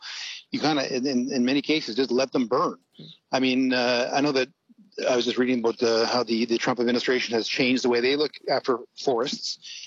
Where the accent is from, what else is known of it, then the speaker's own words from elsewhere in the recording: Alberta, Canada; I'm from Alberta in the West